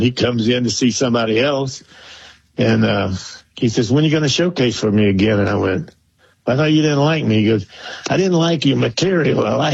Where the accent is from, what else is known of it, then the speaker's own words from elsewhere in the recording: Georgia, United States; My heritage, the South, growing up in Georgia.